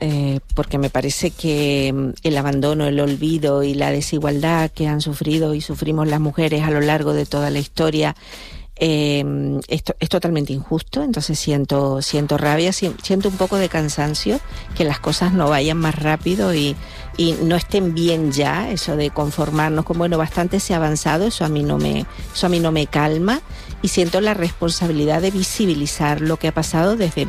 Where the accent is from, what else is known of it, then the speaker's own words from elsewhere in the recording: La Palma, Canary Islands, Spain; en La Palma, en el Circo de Marte, en mi tierra